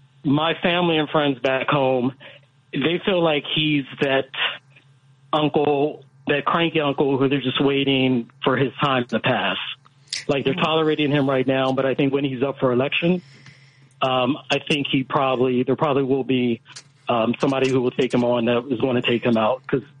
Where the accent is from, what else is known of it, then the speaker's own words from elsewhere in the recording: Pennsylvania, United States; now in New York, United States; No, I'm from Pennsylvania.